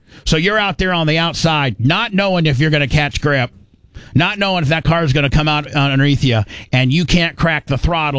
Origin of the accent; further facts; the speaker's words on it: Indiana, United States; Growing up in Indiana, my dad took me to like five or six of the races